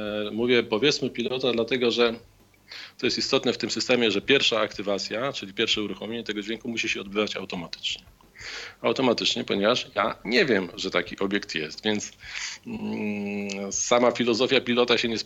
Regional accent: Warsaw, Masovian Voivodeship, Poland; nie w Warszawie, skąd jestem

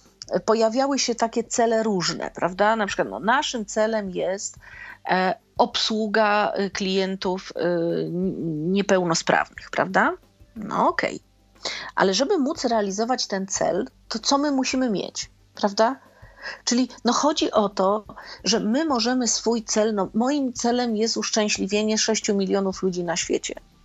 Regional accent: Kielce, Świętokrzyskie Voivodeship, Poland; ja jestem z Kielc

